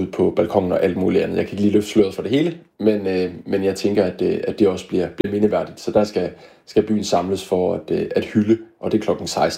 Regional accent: Aarhus, Central Denmark Region, Denmark; Vi er født og vokset i Aarhus

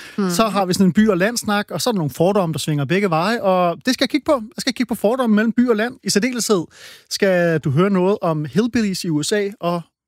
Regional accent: Hillerød, Capital Region of Denmark, Denmark; Ja, jeg er fra Hillerød.

